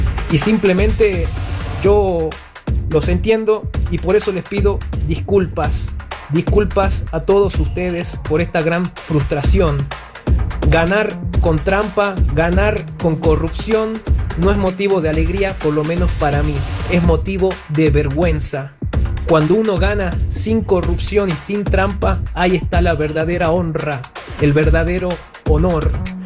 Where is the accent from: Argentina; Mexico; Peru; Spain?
Argentina; Yo amo mi país, amo Argentina, pero no me gusta la corrupción.